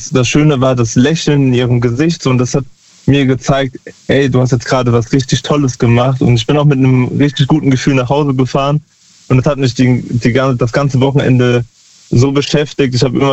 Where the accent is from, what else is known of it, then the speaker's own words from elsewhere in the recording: Lahnstein, Rhineland-Palatinate, Germany; Aus Lahnstein.